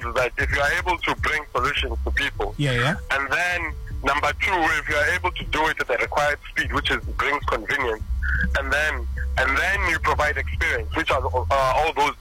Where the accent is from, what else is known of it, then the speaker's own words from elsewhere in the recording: Katlehong, Gauteng, South Africa; I'm from Katewong as well.